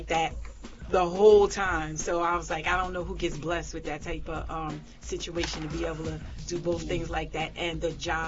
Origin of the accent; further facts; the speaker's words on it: New York City, New York, United States; also born or lived in Brooklyn; I spent my first 6 years in Brooklyn, but I'm claiming Queens.